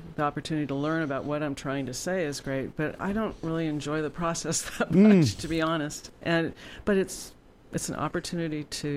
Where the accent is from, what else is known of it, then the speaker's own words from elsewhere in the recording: Los Angeles, California, United States; So I grew up in Los Angeles. I am the daughter of an editor at the LA Times.